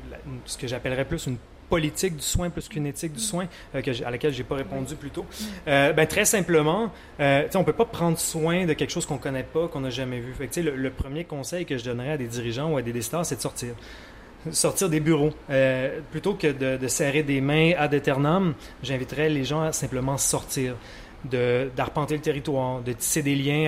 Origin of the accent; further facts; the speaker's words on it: Canada; les Premières Nations de soi-disant Canada, là d'où je viens